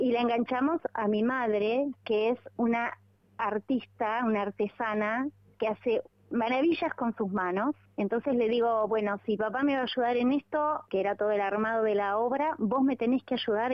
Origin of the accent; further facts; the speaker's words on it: Balcarce, Buenos Aires Province, Argentina; Yo soy balcarceña, vivo en Balcarce.